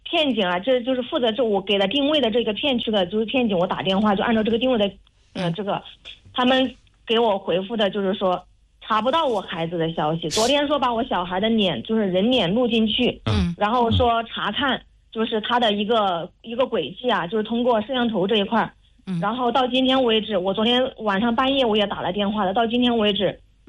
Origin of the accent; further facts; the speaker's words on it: Xiaochang, Hubei, China; 我们老家是湖北孝感孝昌的。